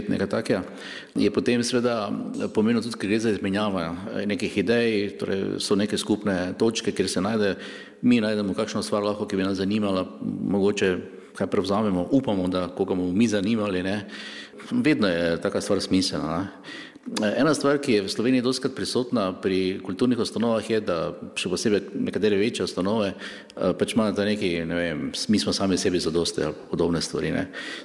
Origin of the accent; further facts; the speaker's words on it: Maribor, Drava, Slovenia; born there; Jaz sem recimo po očetovi strani iz Prekmure, po mojni strani iz Prlekije, rojen sem v Mariboru, ne? Sem Slovenec, ne moram se čutiti drugače.